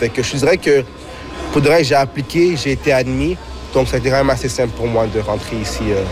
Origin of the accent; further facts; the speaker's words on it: Montreal, Quebec, Canada; now in Vancouver, Canada; moi je viens de Montréal, la région de Montréal, comme à Vancouver, c'est un peu plus différent les prix de logement, un peu plus élevés.